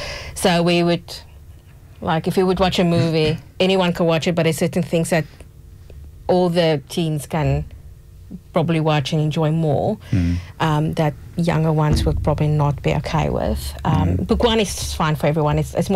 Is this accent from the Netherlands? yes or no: no; South Africa; Well, growing up in South Africa, you always had something to drink in your hand and something to eat in the other hand.